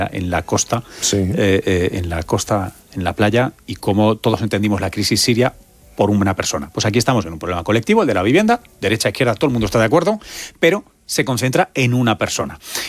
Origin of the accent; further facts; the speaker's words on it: Tomelloso, Castilla-La Mancha, Spain; El de mi padre. El de mi padre, mi familia. … de Tomelloso.